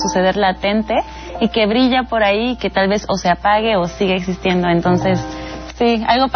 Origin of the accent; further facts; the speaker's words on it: Mexico; realmente pues espejea mucho lo que somos los mexicanos